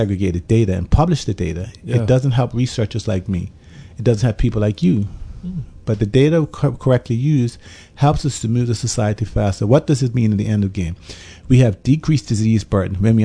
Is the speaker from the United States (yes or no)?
no; Bermuda; growing up in Bermuda